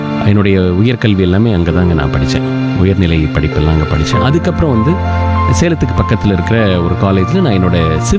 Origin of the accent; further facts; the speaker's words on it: Salem, Tamil Nadu, India; சேலம் தான் என்னுடைய சொந்த ஊர். நான் இங்கே தான் பிறந்தேன், இங்கே தான் வளர்ந்தேன், இங்கே தான் படித்தேன். இந்த சேலத்தில் இருந்ததுக்கு எனக்கு ஒரு பெரிய சிறப்பான விஷயங்க. சேலம் வந்து ஏற்கனவே மீடியாவில் வந்து ரொம்ப கோலோச்சின ஒரு ஊர்